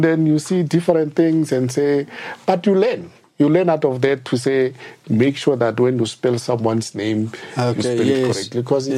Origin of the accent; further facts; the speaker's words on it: Gauteng, South Africa; I grew up in outside Pretoria. And you know, Pretoria have got their own language